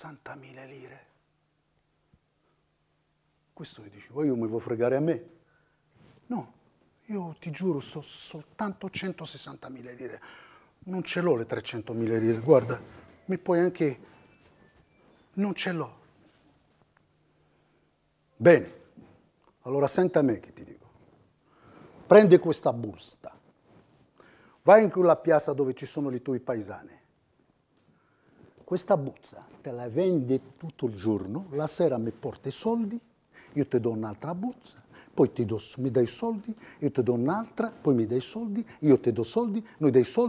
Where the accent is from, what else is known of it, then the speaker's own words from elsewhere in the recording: Morocco; No, sono marocchino.